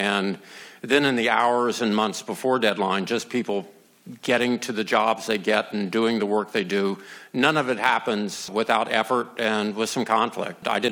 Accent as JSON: {"language": "English", "region": "Georgia", "country": "United States", "tie": "born or raised there", "said": "I grew up in Georgia, and I worked for the Atlanta Journal and Constitution magazine when I was a kid"}